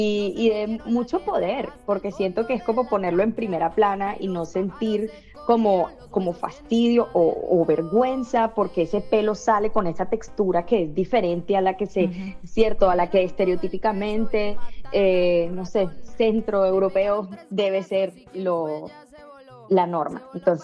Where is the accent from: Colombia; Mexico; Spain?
Colombia; Barrancas, La Guajira; yo crecí en una época donde siendo de La Guajira, viviendo yo crecí en el Cerrejón, siendo de Barrancas, mi familia igual crecía ahí adentro